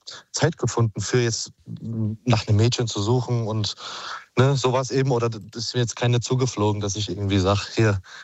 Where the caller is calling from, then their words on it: Bad Homburg, Hesse, Germany; Rufe aus Bad Homburg an.